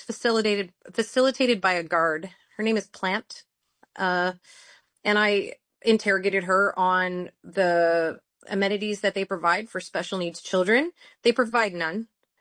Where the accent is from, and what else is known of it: Canada; born or raised there